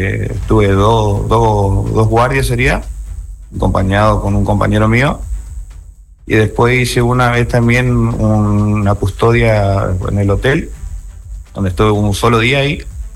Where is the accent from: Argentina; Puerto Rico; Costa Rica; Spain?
Argentina; Lavalle, Corrientes; also born or lived in Goya, Corrientes; Siempre viví en La Valle, sí.